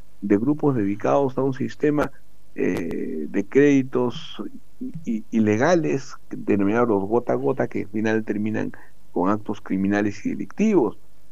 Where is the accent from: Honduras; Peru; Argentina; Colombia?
Peru; lo que ocurre aquí en nuestra patria